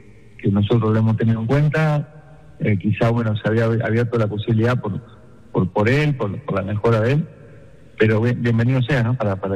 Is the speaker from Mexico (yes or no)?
no; Uruguay; now in Colombia; soy uruguayo